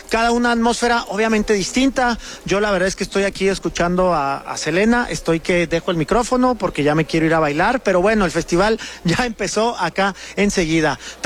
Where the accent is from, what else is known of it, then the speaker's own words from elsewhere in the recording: Chihuahua, Mexico; yo le digo a Papashoa porque soy de Chihuahua